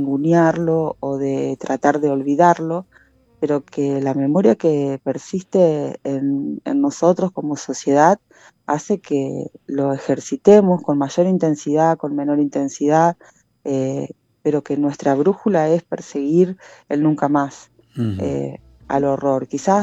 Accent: Argentina; nosotros como sociedad argentina

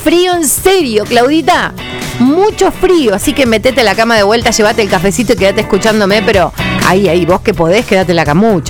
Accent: Punta Alta, Buenos Aires Province, Argentina; moved away; Allá se va para mis pagos. Para mi pago, para mi pueblo hermoso, se va para Punta Alta

